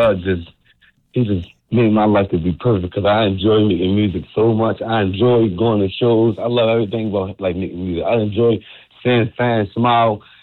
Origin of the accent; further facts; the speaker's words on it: Baltimore, Maryland, United States; I'm from West Baltimore, bro.